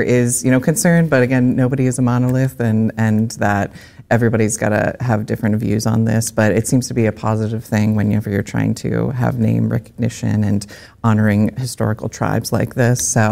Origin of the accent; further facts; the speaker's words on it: Speedway, Indiana, United States; I grew up in Speedway, I'm a Speedway race baby all the way.